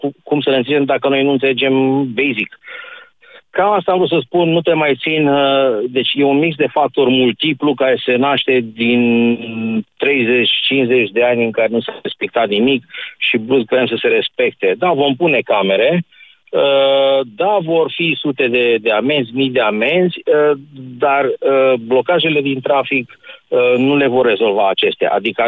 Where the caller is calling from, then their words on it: Bucharest, Romania; că eu sunt din București